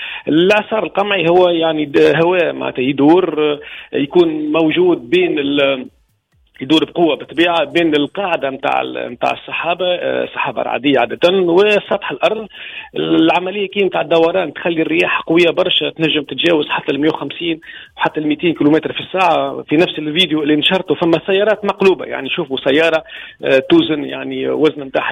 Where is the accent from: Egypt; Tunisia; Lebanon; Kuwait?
Tunisia